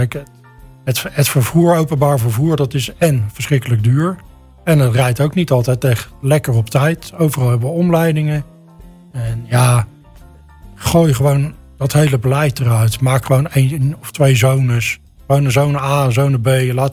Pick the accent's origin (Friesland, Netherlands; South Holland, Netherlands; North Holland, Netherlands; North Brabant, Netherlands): South Holland, Netherlands; Leiden; Ik ben zelf geboren in Leiden. Ik woon mijn hele leven ook al in Leiden. Ik woon nu gelukkig in een buitenwijk.